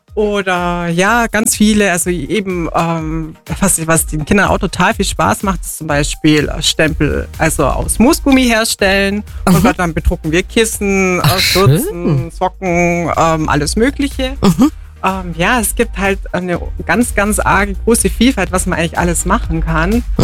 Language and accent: German; Allgäu, Germany; weil ich war auch eine Allgäuerin eben